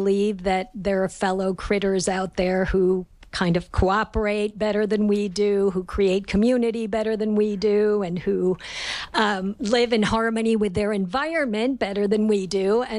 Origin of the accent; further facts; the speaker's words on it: San Francisco, California, United States; from San Francisco